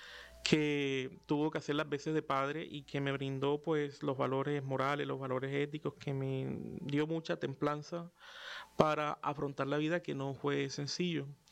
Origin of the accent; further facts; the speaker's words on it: San Pelayo, Córdoba, Colombia; born there; Yo nací efectivamente en San Pelayo, tengo 35 años, nací en julio de 1991. Soy hijo de una madre soltera … Tengo los apellidos de mi mamá.